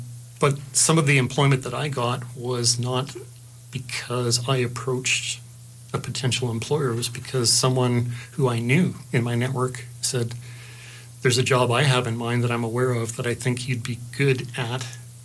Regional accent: Calgary, Alberta, Canada; Even for people who were born in this country, as I was, and actually born and raised in Calgary, and I'm 62 years old now

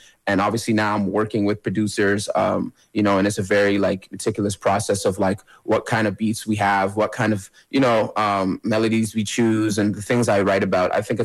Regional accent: Edmonton, Alberta, Canada; growing up in Edmonton has kind of made us make music in a certain way.

